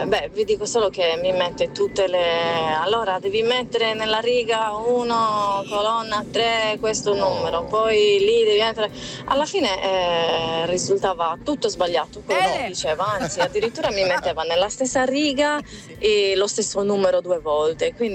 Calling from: Cagliari, Sardinia, Italy; da Cagliari.

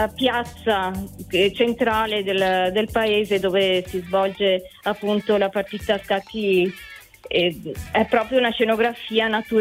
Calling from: Veneto, Italy; sono in provincia di Padova

